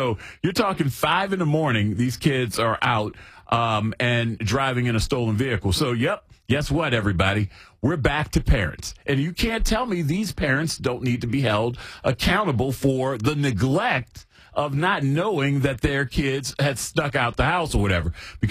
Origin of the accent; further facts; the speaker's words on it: Charlotte, North Carolina, United States; born there; I was born in 81 in Charlotte, North Carolina.